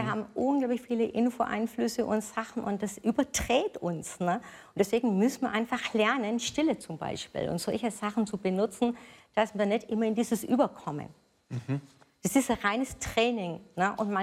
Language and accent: German; Nuremberg, Bavaria, Germany; ich komme aus Nürnberg